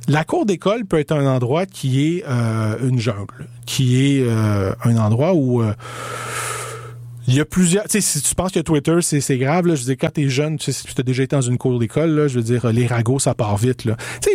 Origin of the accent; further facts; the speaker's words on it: Quebec, Canada; born there; Moi, je suis né ici au Québec.